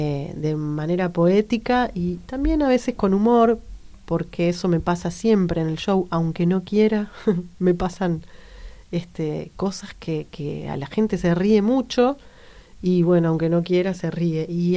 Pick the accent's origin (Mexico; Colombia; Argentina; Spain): Argentina; Córdoba; born there; mi papá es de Salta, mi mamá de Córdoba, yo nací en Córdoba, tenemos parientes por todo el país